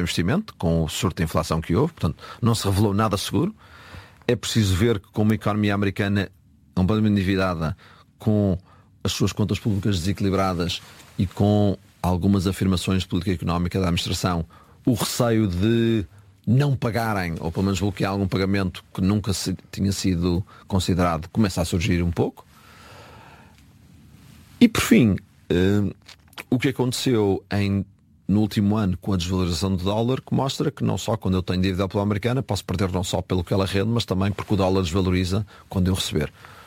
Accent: Portugal

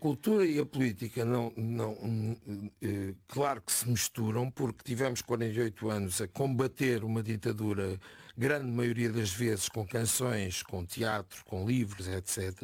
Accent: Setúbal, Portugal; Não gostava de deixar esta vida sem presidir à Câmara Municipal de Setúbal, que é a minha terra.

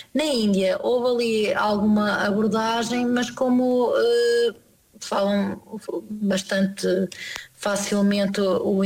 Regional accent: Portugal; first language Portuguese; moved away as an adult; also born or lived in Italy; now in Stuttgart area, Germany; o meu marido é português também, portanto, a nossa língua cá em casa e pronto, é maioritariamente português.

